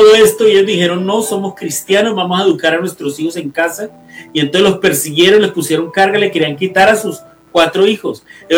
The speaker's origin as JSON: {"language": "Spanish", "country": "Colombia", "said": "estos días en Colombia, en mi país"}